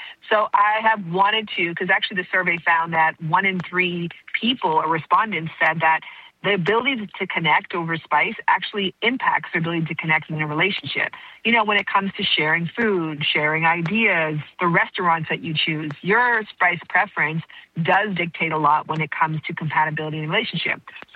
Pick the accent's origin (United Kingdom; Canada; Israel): Canada; now in Los Angeles, United States; I now live in Los Angeles, but I'm originally from Canada.